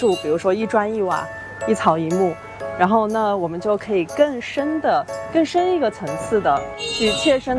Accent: Zhuhai, Guangdong, China; 虽然我本人不是潮州人，但是我也是在珠海长大的

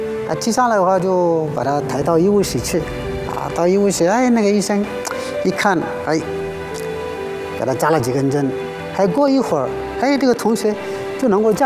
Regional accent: Mali; Chinese is a second language; moved away as an adult; now in China; 来自四川马里。

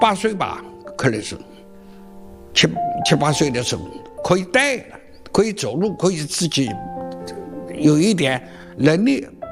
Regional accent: Huzhou, Zhejiang, China; born there; also born or lived in Guangde, Anhui; 家里逃难的跟人家逃难到湖州。

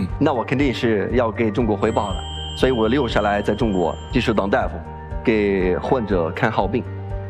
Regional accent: Jordan; Chinese is a second language; moved away as an adult; now in China; 我从我小时候啊，是从巴勒斯坦的加沙移民到约旦，然后我在约旦的难民营出生的长大的。

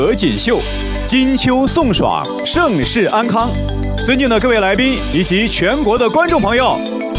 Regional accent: China

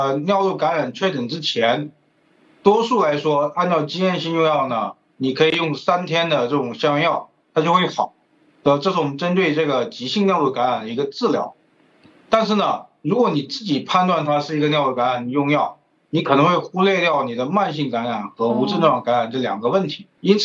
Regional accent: southern China, China; 我们作为一个南方人，这个上火是最典型的一个大家说的一个问题。

